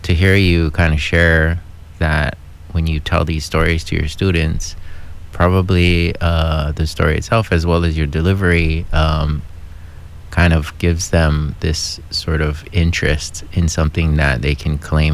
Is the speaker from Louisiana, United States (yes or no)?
no; Hawaii, United States